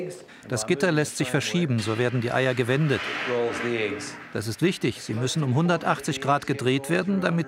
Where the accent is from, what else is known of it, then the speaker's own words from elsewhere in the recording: Western Australia, Australia; German is a second language; Ich bin auf einer Schafsfarm in der Nähe von Kalgoorlie aufgewachsen. Ich war immer der Junge aus dem Busch.